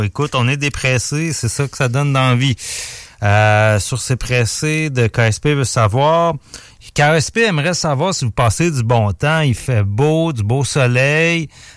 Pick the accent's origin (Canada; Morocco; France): Canada; Quebec; Fait que c'est pour ça qu'on est des Québécois tabarnakos.